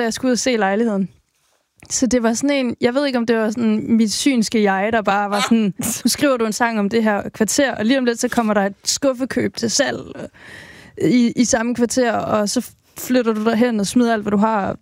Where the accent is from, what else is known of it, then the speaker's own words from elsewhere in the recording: Region of Southern Denmark, Denmark; Jeg er sønderjyde